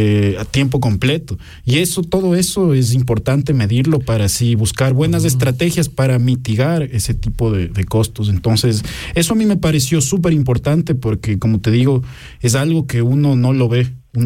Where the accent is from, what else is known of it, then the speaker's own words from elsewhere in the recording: Ecuador; moved away as an adult; en el Ecuador, de donde yo vengo